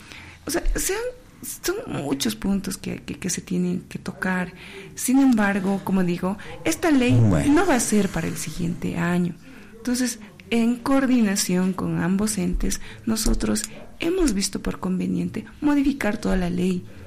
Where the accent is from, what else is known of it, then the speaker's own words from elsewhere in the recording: Potosí, Bolivia; todos somos potosinos